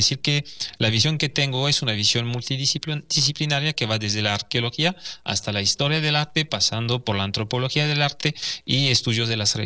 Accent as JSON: {"language": "Spanish", "town": "Monterrey", "region": "Nuevo León", "country": "Mexico", "said": "para forjar un poquito mejor nuestra identidad como regios y personas del noreste de México."}